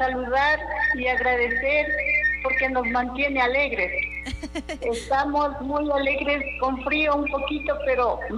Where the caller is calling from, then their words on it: Cuicuno, Cotopaxi, Ecuador; le llamo de aquí desde Cuicuno.